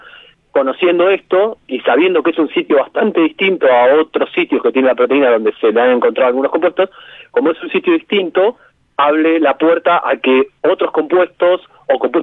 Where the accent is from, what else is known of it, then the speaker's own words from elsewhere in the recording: Bahía Blanca, Buenos Aires Province, Argentina; Tenemos un montón de cosas buenas, tanto en Bahía como en Argentina